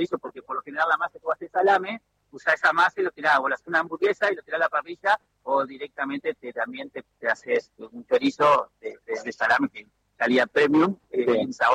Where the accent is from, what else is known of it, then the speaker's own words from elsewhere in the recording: Viale, Entre Ríos, Argentina; born there; yo estoy acá a 50 kilómetros, donde nací en Viales